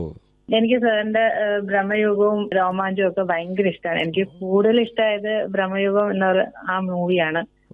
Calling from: Thalayolaparambu, Kerala, India; Kottayam തലവലപ്പറമ്പ്.

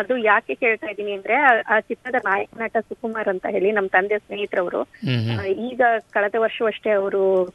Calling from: Koratagere, Karnataka, India; ನಮ್ದು ತುಮಕೂರ್ ಹತ್ರ ಕೊರಟಗೆರೆ ಸರ್.

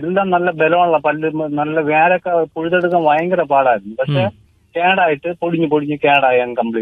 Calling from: Neyyattinkara, Kerala, India; ഞാൻ നീയാറ്റിങ്ങരയിൽ നിന്നാണ്.

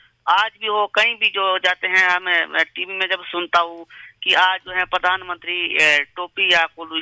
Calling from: Kotkhai, Himachal Pradesh, India; हमारे जो है कोटखाई क्षेत्र में

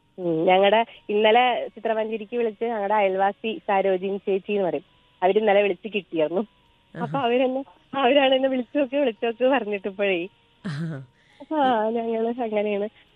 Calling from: Pattambi, Kerala, India; ഞാൻ പട്ടാമ്പി നടുവട്ടം.

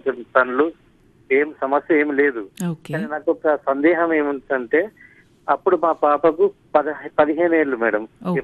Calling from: Nizamabad, Telangana, India; Madam, నేను నిజామాబాద్ నుండి … మాట్లాడుతాను.

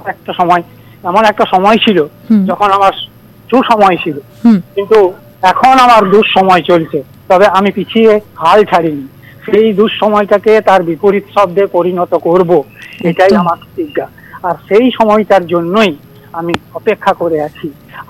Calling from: Dubrajpur, West Bengal, India; হ্যাঁ, আমি পশ্চিমবঙ্গের বীরভূম জেলার দুবরাজপুর থেকে।

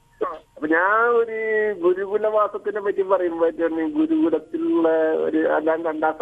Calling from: Anandapuram, Kerala, India; ഇത് തൃശ്ശൂർ ഡിസ്ട്രിക്ട് ആനന്ദപുരം എന്ന് പറയും.

